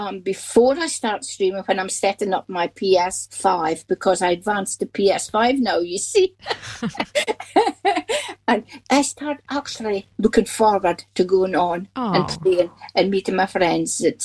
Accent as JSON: {"language": "English", "region": "Scotland", "country": "United Kingdom", "said": "two comes from USA, and I'm obviously from Scotland, and I've two from England."}